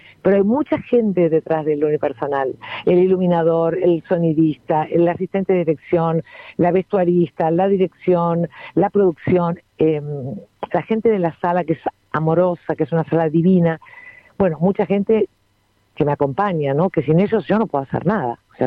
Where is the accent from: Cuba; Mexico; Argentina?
Argentina; La Plata, Buenos Aires Province; born there; si bien yo soy platense, yo soy nacida en La Plata